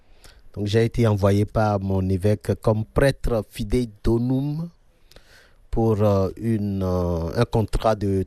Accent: Ouidah, Atlantique, Benin; Je viens directement de l'Afrique de l'Ouest, plus spécialement du Bénin, ancien Dahomey.

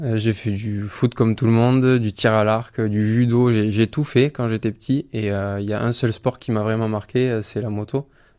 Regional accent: Mende, Occitanie, France; Ben, j'ai 25 ans, je suis né à Mende, donc ici même. J'ai grandi ici jusqu'à mes 14 ans

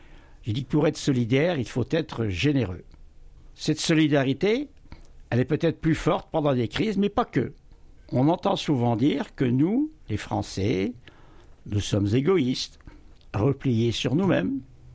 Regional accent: Saint-Sauveur-d'Aunis, Nouvelle-Aquitaine, France; Chez nous, à Saint-Sauveur

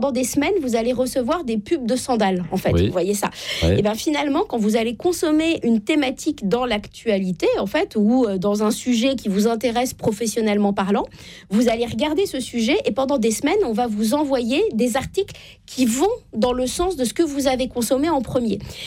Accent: Normandy, France; je viens de la Normandie.

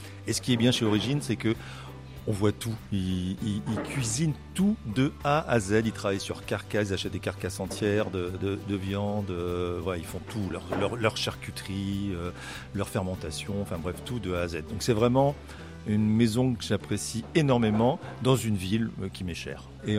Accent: Rennes, Brittany, France; C'est ma ville natale. Moi, je suis né à Rennes. Je suis né à Rennes de parents de côté.

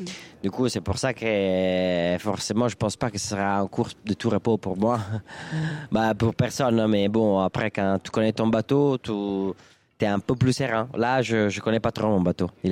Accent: Milan, Lombardy, Italy; French is a second language; moi je viens pas du tout d'un milieu voileux, je suis de Milan, il y a pas de mer

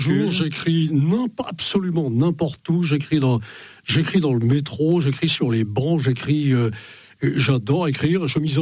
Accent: Brittany, France; Quand on est breton, quand on aime la Bretagne, c'est une poésie permanente comme ça qu'on a au cœur

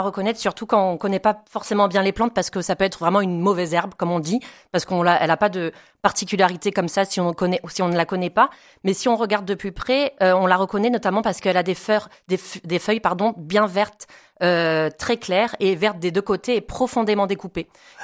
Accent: Provence-Alpes-Côte d'Azur, France; Donc, on en retrouve beaucoup chez nous, dans le Vaucluse, au niveau de Louvès, par exemple, sur les sites de baignade.

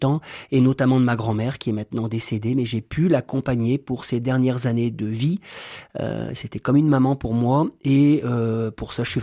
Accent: Roubaix, Hauts-de-France, France; born there; Je suis né à Roubaix.

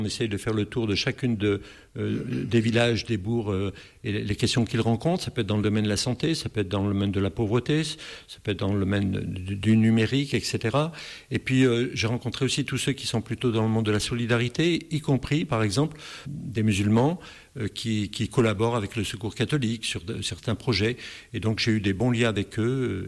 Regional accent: Mauves, Auvergne-Rhône-Alpes, France; Je suis de Mauves, je suis de l'Ardèche, très bien.

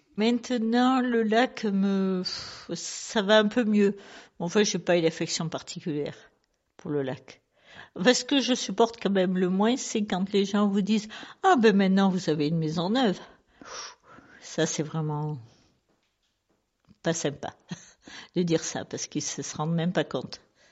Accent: Savines-le-Lac, Provence-Alpes-Côte d'Azur, France; née en 52 et ayant connu Savine sans le lac. J'ai grandi à Savine et j'ai passé ma scolarité à Savine.

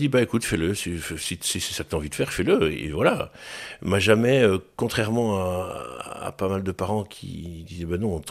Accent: Jumet, Wallonia, Belgium; also born or lived in Gosselies / Marcinelle; Je suis né à Gosselies. Et donc, j'ai vécu à Jumet pendant une bonne vingtaine d'années. Puis, je suis arrivé à Marcinelles.

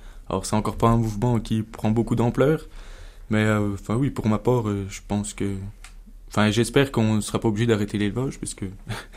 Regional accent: Bourgogne-Franche-Comté, France; moi je viens du Jura

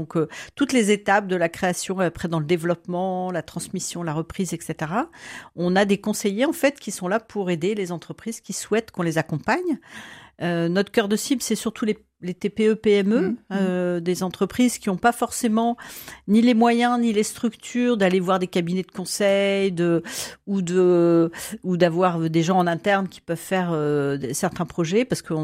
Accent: Lille, Hauts-de-France, France; je suis une pure ch'ti, hein, je suis lilloise depuis X générations.

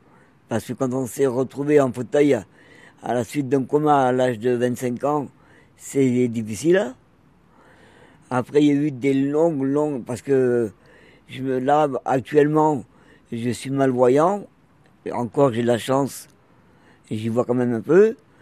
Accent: Bordeaux, Nouvelle-Aquitaine, France; now in Montpellier, France; Alors moi, je vais avoir 52 ans. Je suis originaire de Bordeaux

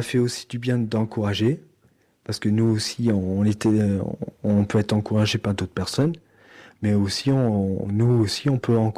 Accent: France; Parfois même on est différent parce que nous, on est français.

